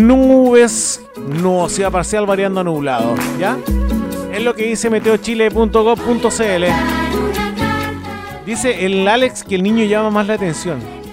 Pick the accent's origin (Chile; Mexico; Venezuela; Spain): Chile